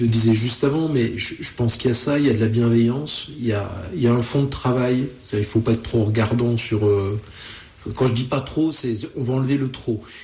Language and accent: French; Nevers, Bourgogne-Franche-Comté, France; also born or lived in Normandy / Paris; Alors, donc moi je suis originaire de Bourgogne, de Nevers.